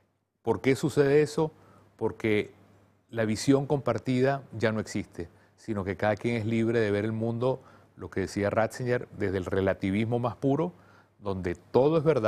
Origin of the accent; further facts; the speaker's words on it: Venezuela; mi país, Venezuela